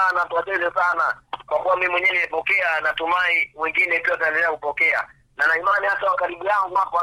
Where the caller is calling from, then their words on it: Mufindi, Iringa, Tanzania; natokea Mufindi.